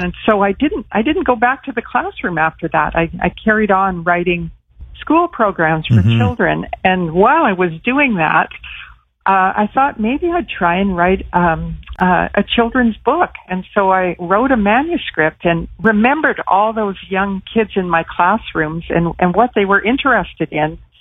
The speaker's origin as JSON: {"language": "English", "town": "Moose Jaw", "region": "Saskatchewan", "country": "Canada", "tie": "born there"}